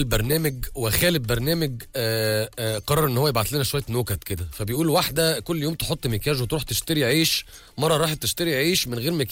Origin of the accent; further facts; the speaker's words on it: Egypt